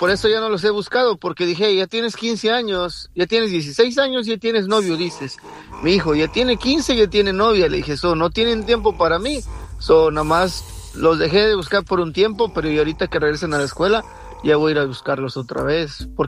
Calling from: Dallas, Texas, United States; De aquí, de Dallas.

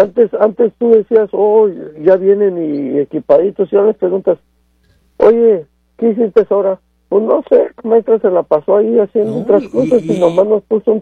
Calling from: Tijuana, Baja California, Mexico; Yo vivo en Tijuana. Yo vivo en Tijuana.

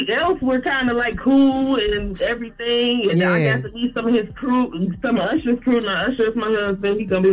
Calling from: Detroit, Michigan, United States

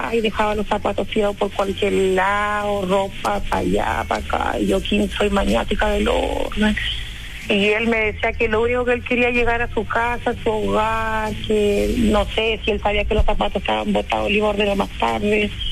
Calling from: Puerto Varas, Los Lagos, Chile; aquí yo soy de Puerto Vara

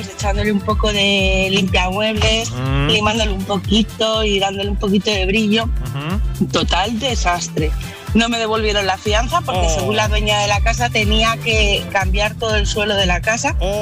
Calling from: Madrid, Community of Madrid, Spain; de Madrid.

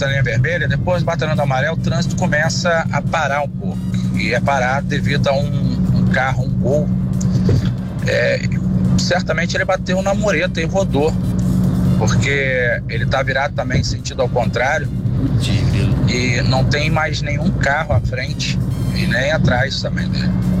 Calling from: São João de Meriti, Rio de Janeiro, Brazil; aqui de São João de Meriti.

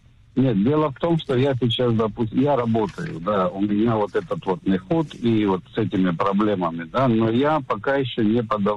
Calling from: Bat Yam, Tel Aviv District, Israel; Здравствуйте … из Батьяма.

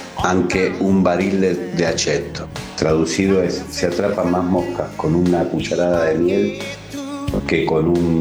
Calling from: Merlo, Buenos Aires Province, Argentina; habla, el repuestero bostero de Merlo.

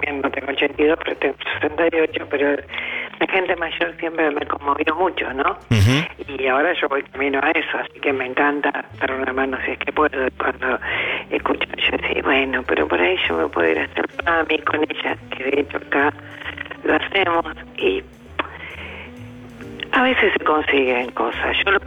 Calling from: Adrogué, Buenos Aires Province, Argentina; yo vivo en Adrogué

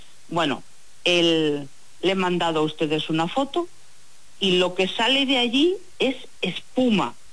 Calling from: Pontevedra, Galicia, Spain; Pues desde Pontevedra.

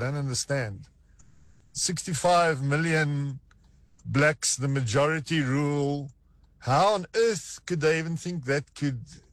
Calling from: Free State, South Africa; from the Free State.

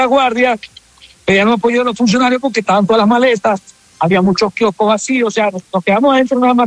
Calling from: Caracas, Capital District, Venezuela; Estamos saliendo ahorita de Caracas a La Guaira

